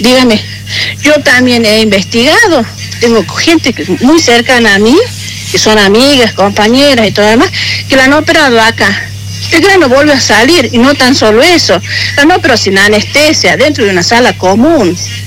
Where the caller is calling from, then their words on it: Chilecito, La Rioja, Argentina; yo soy de acá de Chilecito